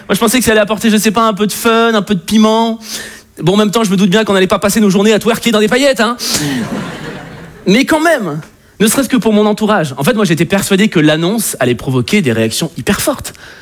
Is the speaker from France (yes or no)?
yes; France